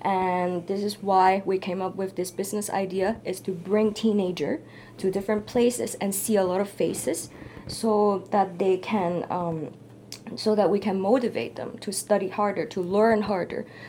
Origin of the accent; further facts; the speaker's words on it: Hong Kong; English is a second language; moved away as an adult; now in Vienna, Austria; So, I grew up in Hong Kong. I finished my study in Hong Kong.